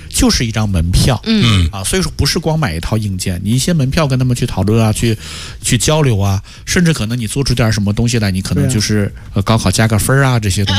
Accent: China

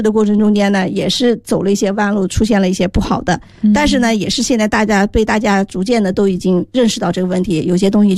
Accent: China; 我们中国人

